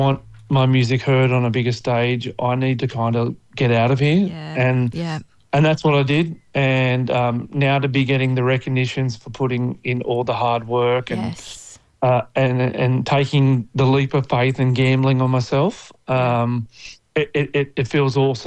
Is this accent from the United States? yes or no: no; Newcastle, New South Wales, Australia; anyone who's listening from my hometown knows this. My family helped start the Knights and get them into the ARL back in 1988. So I'm a huge, tragic Newcastle Knights fan.